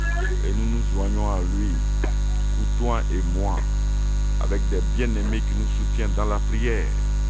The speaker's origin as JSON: {"language": "French", "region": "Abidjan", "country": "Côte d’Ivoire", "tie": "born or raised there", "said": "Ah, moi, je suis né à Djamé, hein? J'ai grandi à Djamé."}